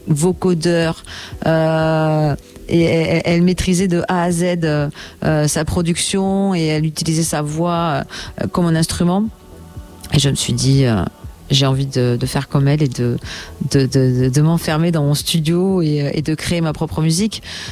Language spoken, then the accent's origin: French; Toulouse, Occitanie, France; moi j'ai un papa qui est pianiste de jazz, je suis toulousaine